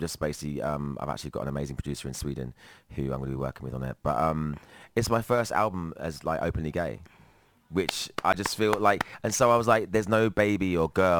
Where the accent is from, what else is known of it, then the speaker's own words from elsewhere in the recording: Woodbridge, East of England, United Kingdom; I'm from Woodbridge